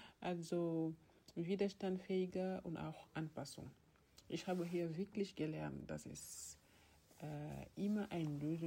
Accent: Senegal; German is a second language; moved away as an adult; now in Germany; ich komme aus dem Senegal. Ich bin 31 Jahre alt. Ich bin in Deutschland im Juni 2024 angekommen, also 3 Jahre und 3 Monate genau

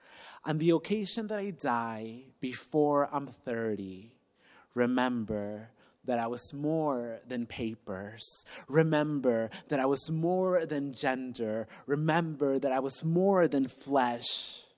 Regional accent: Mexico; I had already been in intensive medical treatment in my home country in Mexico.

